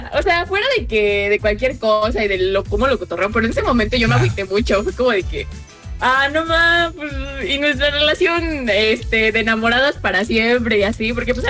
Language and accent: Spanish; State of Mexico, Mexico; Soy del estado de México, de un lugar alejado de Dios.